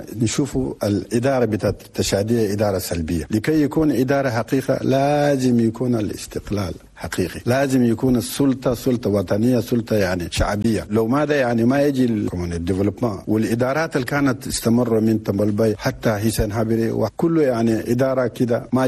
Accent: Chad

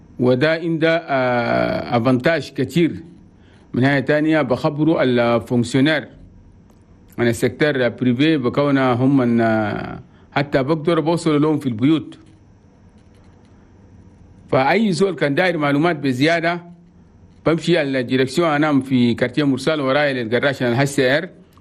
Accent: Chad; احنا بلدنا تشاد بلد توماي

